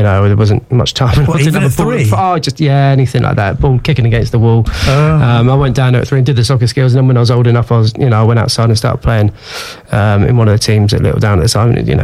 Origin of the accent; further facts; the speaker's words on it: Bournemouth, South West England, United Kingdom; also born or lived in Poole; Grew up in Bournemouth, but yeah, born in Poole Hospital.